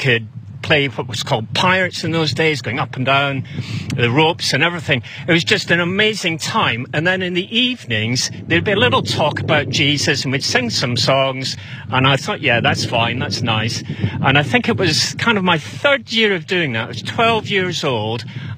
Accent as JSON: {"language": "English", "region": "Scotland", "country": "United Kingdom", "tie": "born or raised there", "moved": "yes", "said": "I grew up in Scotland. Some of you may have gathered that from my accent."}